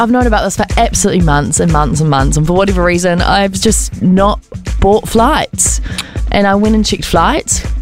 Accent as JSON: {"language": "English", "country": "New Zealand", "tie": "born or raised there", "moved": "yes", "said": "Takaha yet. It's my hometown."}